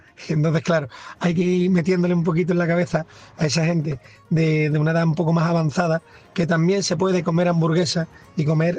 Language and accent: Spanish; La Línea de la Concepción, Andalusia, Spain; en mi caso soy del campo de Gibraltar, de la línea de la Concepción.